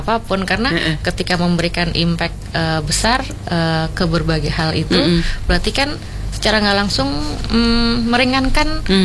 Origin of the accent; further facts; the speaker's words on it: Yogyakarta, Special Region of Yogyakarta, Indonesia; kita tuh warga Jogja